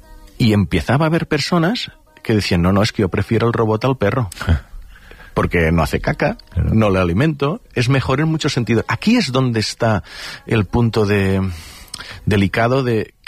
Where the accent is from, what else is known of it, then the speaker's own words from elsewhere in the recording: Catalonia, Spain; Pues algunas cosas, mira que soy del Delta del Ebre, hay mosquitos, sí, cuando dejan de fumigar.